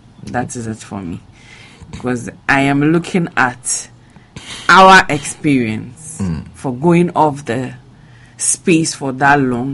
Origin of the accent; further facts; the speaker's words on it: Ghana; in my hometown